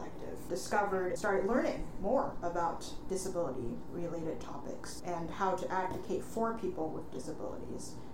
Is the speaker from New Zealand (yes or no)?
no; Singapore; moved away as an adult; now in Oregon, United States; I grew up in Singapore